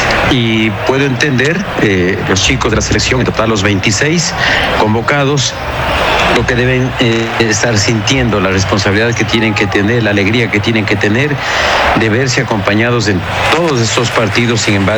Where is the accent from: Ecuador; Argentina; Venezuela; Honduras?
Ecuador; representarle a mi país como deportista ecuatoriano.